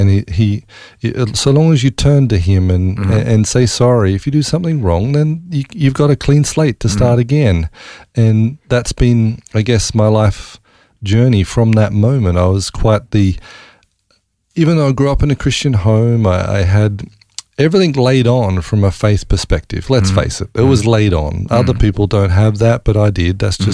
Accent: Parkes, New South Wales, Australia; born there; also born or lived in Ningen; then we moved from Ningen to a little place called Parkes, which is, again, in central New South Wales. And mm-hmm. It was more the place where Mum and Dad grew up as children.

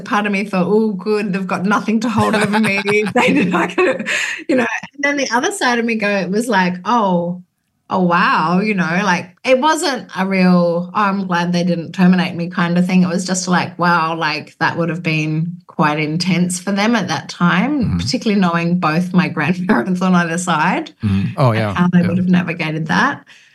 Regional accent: Sydney, New South Wales, Australia; So I was born in Sydney in the Royal Women's Hospital and then raised in kind of the outskirts suburbs of Sydney.

